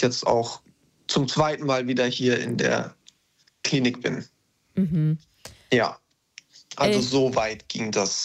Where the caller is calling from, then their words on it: Baden-Württemberg, Germany; weil ich halt nicht aus der Umgebung Berlin komme. Ich komme aus Baden-Württemberg.